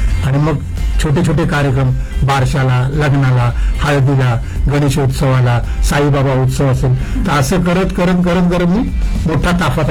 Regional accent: Mumbai, Maharashtra, India; मी आधी मुंबईत राहायचो. वरील कोळीवाडा हे माझं गाव, आणि कोळीवाडा म्हटलं की संपूर्ण कोळ्यांचं गाव आहे ते.

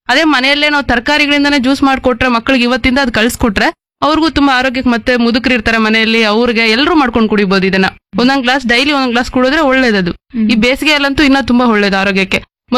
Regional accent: Kolar Gold Fields, Karnataka, India; ನಾನು ಕೆಜಿಎಫ್ ಗ್ರಾಮಾಂತರ ಕಡೆಯಿಂದ ಬಂದಿದ್ದೀನಿ.

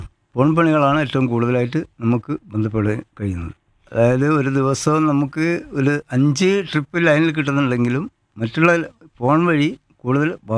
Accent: Kerala, India; moved away; also born or lived in Maharashtra

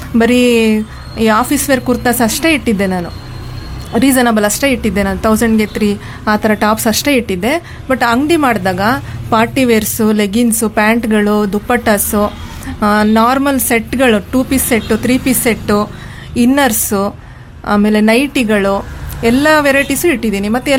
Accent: Kadur, Karnataka, India; moved away as an adult; now in Shivamogga, India; ನಮ್ದು ಕಡೂರು, ನನ್ನ ಹುಟ್ಟಿದ ಊರು ಕಡೂರು. ಕಡೂರಲ್ಲೇ ಡಿಗ್ರಿ ಮಾಡಿದ್ದು, ಗೌರ್ಮೆಂಟ್ ಕಾಲೇಜಲ್ಲಿ ಡಿಗ್ರಿ ಮಾಡಿದ್ದು. ನನ್ನ ಮದ್ವೆ ಆಗಿ ಬಂದಿರೋದು ಶಿವಮೊಗ್ಗಕ್ಕೆ.

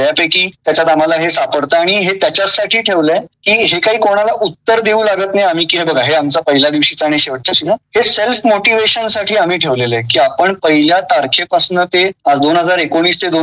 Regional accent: Maharashtra, India; पण मी मराठी हे मराठीतनच शिकलो.

